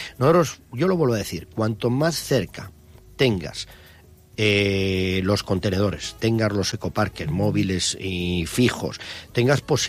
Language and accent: Spanish; Benidorm, Valencian Community, Spain; Yo justamente también soy de Benidorm